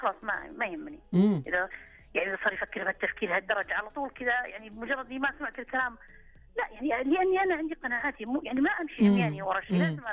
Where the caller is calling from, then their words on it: Riyadh, Riyadh Province, Saudi Arabia; أنا كل من الرياض طبعا.